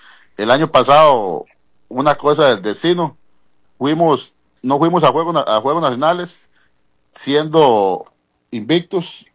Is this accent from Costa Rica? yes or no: yes; Sarapiquí, Heredia, Costa Rica; Nosotros no somos de Heredia, Heredia es de nosotros.